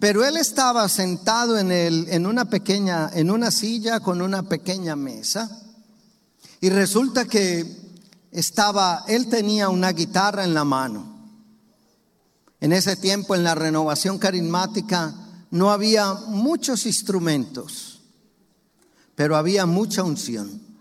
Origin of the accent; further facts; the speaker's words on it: Medellín, Antioquia, Colombia; yo soy colombiano de una ciudad de Colombia que se llama Medellín.